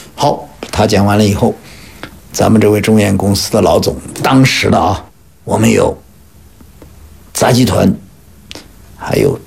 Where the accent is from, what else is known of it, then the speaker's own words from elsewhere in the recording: China; 我觉得我们中国人也做得到的